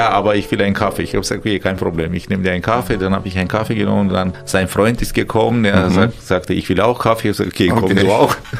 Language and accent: German; Armenia; moved away; woher kommst du? Armenien